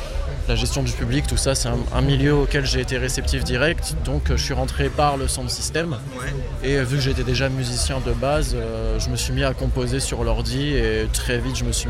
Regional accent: Bourg-en-Bresse, Auvergne-Rhône-Alpes, France; En découvrant le sound system chez moi, à Bourg-en-Bresse.

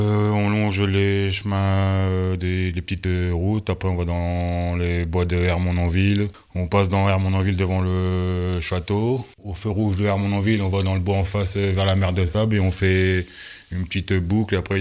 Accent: Boissy-Fresnoy, Hauts-de-France, France; Boissy-Fresneaux.

